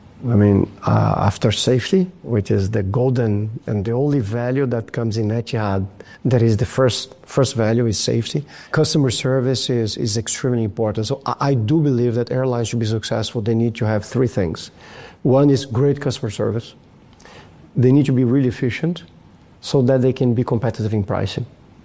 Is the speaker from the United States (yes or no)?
no; Brazil; moved away; I come from Brazil, right?